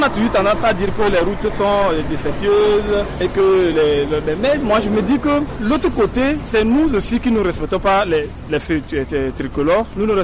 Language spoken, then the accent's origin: French; Togo; Nous sommes tous des Togolais.